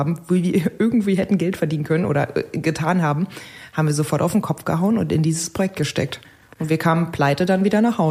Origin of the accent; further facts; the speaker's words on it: Berlin, Germany; Aber ich bin einfach eine dumme Berlinerin